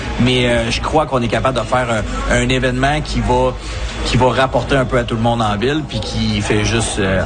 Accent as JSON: {"language": "French", "region": "Quebec", "country": "Canada", "tie": "born or raised there", "said": "je suis originaire moi-même de la Métis."}